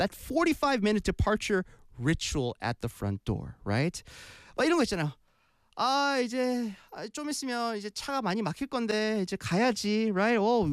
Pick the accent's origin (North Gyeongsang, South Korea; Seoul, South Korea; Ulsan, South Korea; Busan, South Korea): Busan, South Korea; 저는 고향이 부산이고 두 쪽 다 부산에 있거든요.